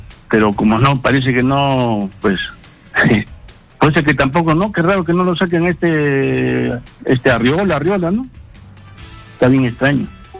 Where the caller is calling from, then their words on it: Lima, Peru; de Jesús María.